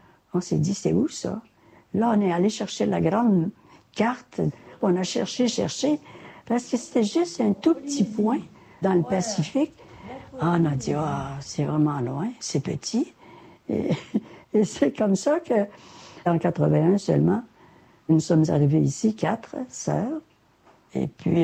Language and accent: French; Quebec, Canada; Je viens de la province de Québec, du monastère des Clarisses de Sherbrooke.